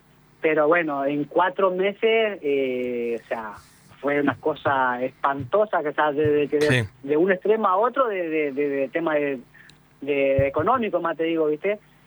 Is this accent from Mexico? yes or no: no; Formosa, Argentina; also born or lived in Corrientes; now in Buenos Aires, Argentina; Yo soy de Formosa, pero bueno, corrí muy poquito ahí en Formosa